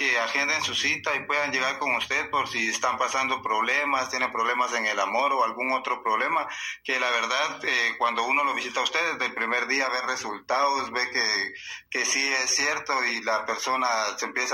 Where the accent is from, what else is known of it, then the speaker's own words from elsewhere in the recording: Tiquisate, Escuintla, Guatemala; De Tiquizate, de Escuintla.